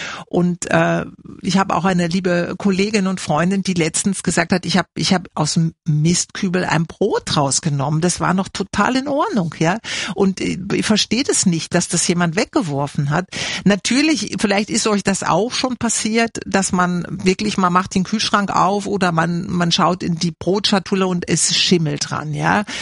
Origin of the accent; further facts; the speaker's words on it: Bielefeld, North Rhine-Westphalia, Germany; war ich in meiner Heimatstadt Bielefeld, wo ich geboren bin und zur Schule gegangen bin, mit meiner Mama unterwegs.